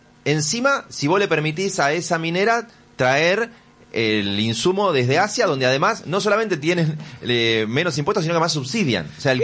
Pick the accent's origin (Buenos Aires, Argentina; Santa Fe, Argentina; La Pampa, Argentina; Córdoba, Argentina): Buenos Aires, Argentina; yo soy un porteño sentado acá que habla